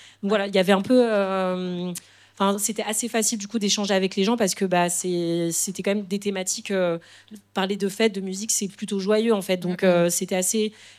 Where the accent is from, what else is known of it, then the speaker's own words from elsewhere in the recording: France; born there; en tant que justement génération née en France